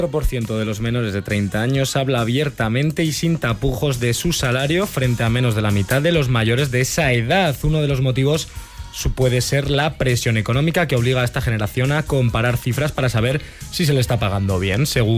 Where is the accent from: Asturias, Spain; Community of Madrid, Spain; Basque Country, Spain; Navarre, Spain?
Navarre, Spain; Pamplona; Es que nosotros somos de Pamplona, entonces directamente no hablamos ni de sentimientos, ni de dinero, ni de familia